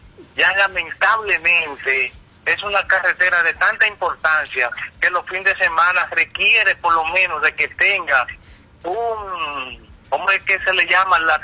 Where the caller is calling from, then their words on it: San Pedro de Macorís, Dominican Republic